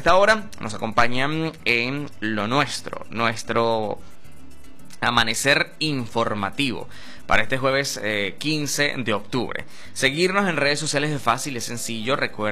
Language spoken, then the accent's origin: Spanish; Venezuela; Eso lo vemos aquí nosotros como venezolanos, por acá, en esta tierra.